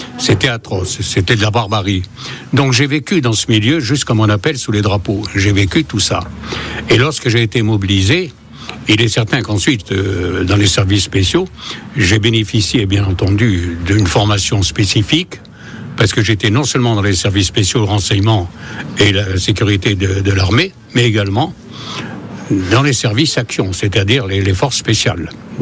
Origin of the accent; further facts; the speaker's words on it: Kabylia, Algeria; moved away; je suis natif donc d'Algérie en 1941, en Grande Kabylie. Et j'ai évolué donc en Algérie, et j'ai appris à parler l'arabe, le kabyle, le berbère